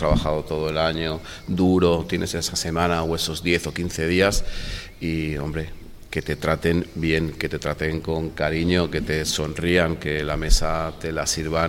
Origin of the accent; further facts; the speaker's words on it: Benidorm, Valencian Community, Spain; Mira, soy nacido en Benidorm y me he criado en la playa de Benidorm y su arena.